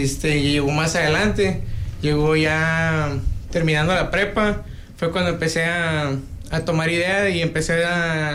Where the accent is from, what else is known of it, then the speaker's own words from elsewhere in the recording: Puerto Vallarta, Jalisco, Mexico; yo nací aquí en Vallarta. Yo soy aquí, tengo 26 años.